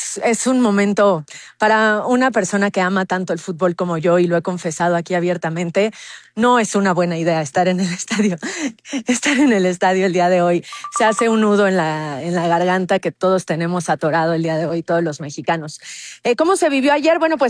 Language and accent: Spanish; Mexico; creo que hay que destacar lo que hicimos como mexicanos